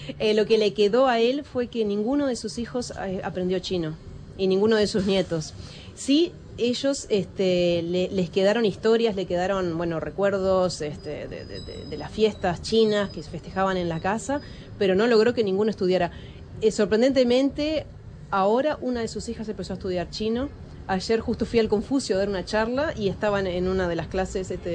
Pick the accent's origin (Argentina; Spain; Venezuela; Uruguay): Uruguay; fui neutralizando un poco mi español. Y creo que, bueno, cuando vengo aquí tampoco me reconocen como uruguaya.